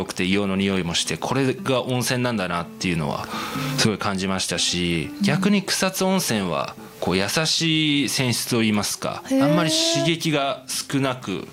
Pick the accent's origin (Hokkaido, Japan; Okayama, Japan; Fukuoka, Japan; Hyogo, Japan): Hokkaido, Japan; Sapporo; 私はですね、札幌出身で、札幌の北区に住んでいたんですけれども、